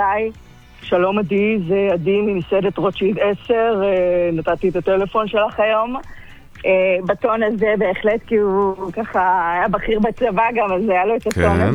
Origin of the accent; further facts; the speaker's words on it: Turkey; now in Israel; אני עליתי לארץ ב-1999. מאיפה? עולה חדשה מטורקיה.